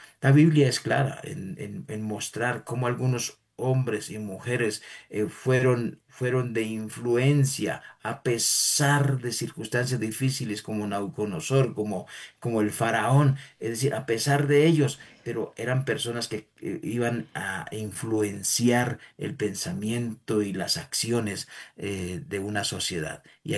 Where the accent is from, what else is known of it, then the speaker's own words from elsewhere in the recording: Colombia; nosotros tenemos que entender como colombianos